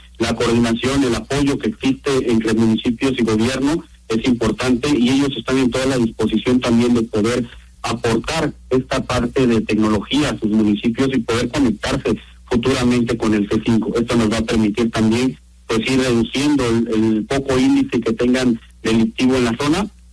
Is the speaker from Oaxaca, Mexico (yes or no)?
yes; Oaxaca, Mexico; es muy importante para nosotros como oaxaqueños